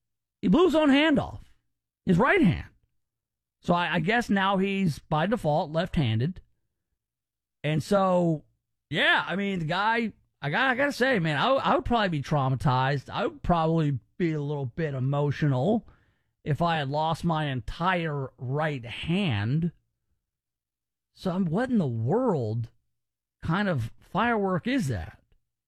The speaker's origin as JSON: {"language": "English", "region": "Gulf Coast", "country": "United States", "tie": "born or raised there", "said": "Listen, I grew up on the Gulf Coast every summer, and we were unsupervised."}